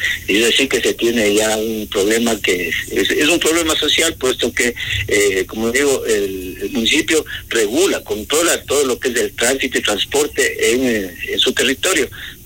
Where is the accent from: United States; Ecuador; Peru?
Ecuador; Baños, Tungurahua; yo también soy de Baños